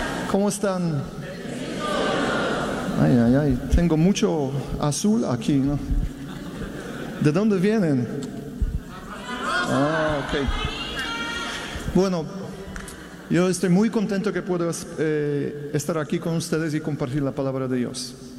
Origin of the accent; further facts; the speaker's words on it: Poland; born there; first language Polish; Spanish is a second language; moved away; also born or lived in Italy; mi lengua nativa es polaco, nací en Polonia. Después viví muchos años en Italia y aquí vivo ya muchos años también. Pero español todavía estoy aprendiendo.